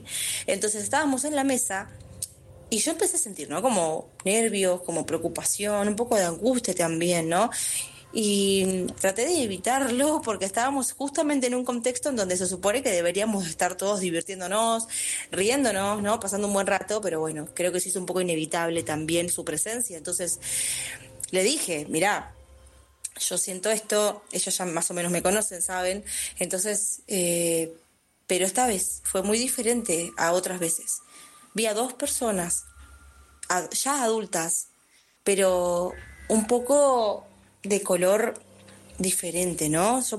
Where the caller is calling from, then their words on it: Lomas de Zamora, Buenos Aires Province, Argentina; Soy de Zona Sur, Lomas de Zamora.